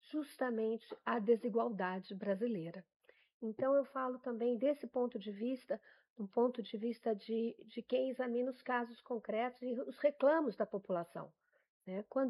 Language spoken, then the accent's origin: Portuguese; São Paulo, Brazil; also born or lived in Rio de Janeiro; eu sou paulista. Eu sou nascida aqui. Então, eu me carioquei, a vida me cariocou, mas eu sou daqui.